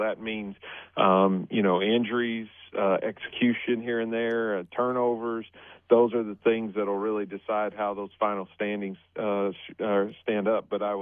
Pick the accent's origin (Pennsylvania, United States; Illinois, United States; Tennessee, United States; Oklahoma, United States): Oklahoma, United States; I have a degree from there. I'm from Oklahoma, so that's a program that I follow some.